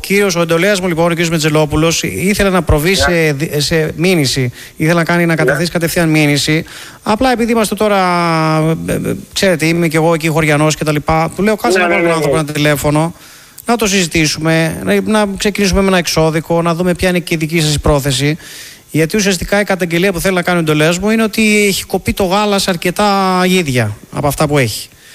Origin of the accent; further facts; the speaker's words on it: Manolada, Western Greece, Greece; now in Athens, Greece; κατάγομαι από Μανολάδα, έχουμε δικηγορικό γραφείο εδώ στην Αθήνα.